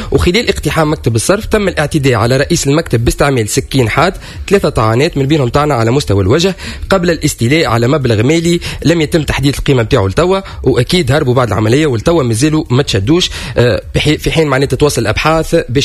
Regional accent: Tunisia

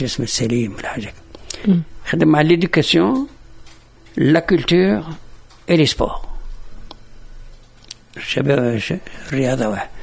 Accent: Tunisia; احنا ساعه كنا من تونس

